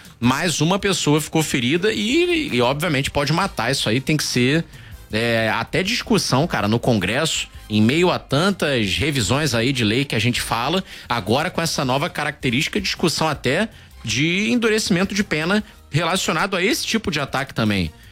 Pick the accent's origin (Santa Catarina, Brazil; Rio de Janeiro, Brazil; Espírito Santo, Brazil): Rio de Janeiro, Brazil; Eu cubro segurança pública aqui no Rio de Janeiro há mais de 10 anos e enquanto cidadão fluminense, nascido e criado na Zona Norte